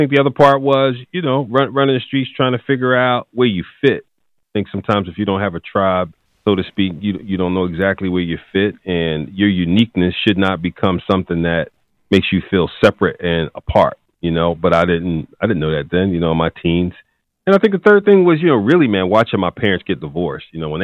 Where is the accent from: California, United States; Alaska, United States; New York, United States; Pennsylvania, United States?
Pennsylvania, United States; Philadelphia; Well, you know, North Philly was tough back then.